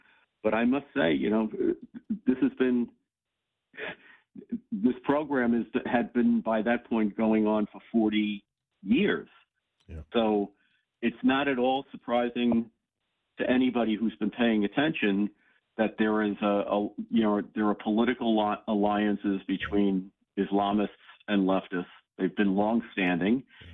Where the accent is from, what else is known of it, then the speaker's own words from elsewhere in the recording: New York City, New York, United States; I grew up in New York City in the 60s and 70s.